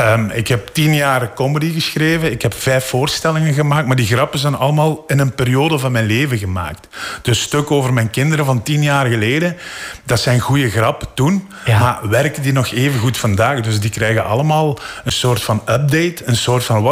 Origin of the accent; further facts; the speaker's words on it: Flanders, Belgium; now in Brussels, Belgium; Ja, Limburg is voor mij thuiskomen.